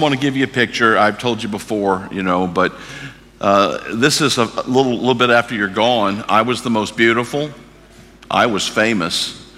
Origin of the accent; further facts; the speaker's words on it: St. Louis, Missouri, United States; I grew up in St. Louis.